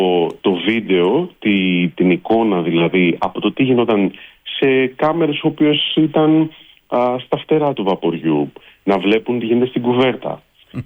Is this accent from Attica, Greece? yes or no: no; Epirus, Greece; Η καταγωγή είναι από τα ορεινά της Ηπείρου, από ένα χωριό από τα ορεινά της Άρτας.